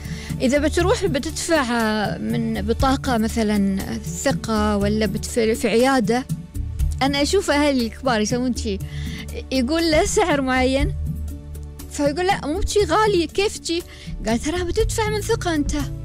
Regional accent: United Arab Emirates; في الإمارات، سواء في يعني نحن الإماراتيين أو المقيمين

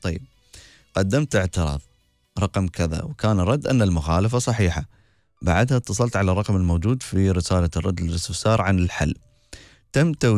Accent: United Arab Emirates; أنا مواطنة إماراتية موظفة في القطاع الخاص

